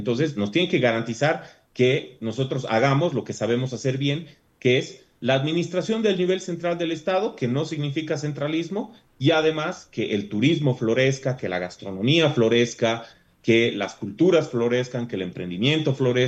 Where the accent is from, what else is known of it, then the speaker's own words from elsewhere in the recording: La Paz, Bolivia; born there; Nosotros como paceños tenemos derecho a planificar nuestra vida, nuestro futuro, nuestro destino, nuestra felicidad. Tenemos derecho a vivir en el departamento y en la ciudad que nos ha visto nacer